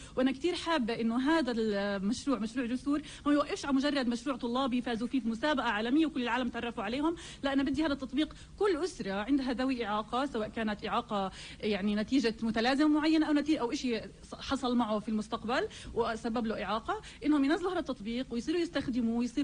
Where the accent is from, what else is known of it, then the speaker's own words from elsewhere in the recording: Hebron, West Bank, Palestine; ومع الوقت صرت أتعرف إيش في مراكز عندنا في الخليل وهيك.